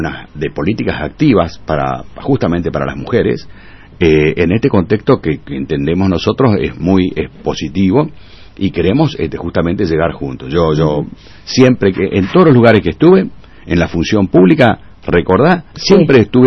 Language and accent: Spanish; Villa Berthet, Chaco, Argentina; moved away as an adult; also born or lived in Presidencia Roca, Chaco; now in Resistencia, Argentina; Yo nací en Resistencia, viví en el interior. Hice la escuela primaria, parte del secundario, algunos años estuve en Resistencia haciendo secundario porque mi papá estaba en la función pública, pero después volvíamos a Villateray. Así que yo soy un hombre del interior.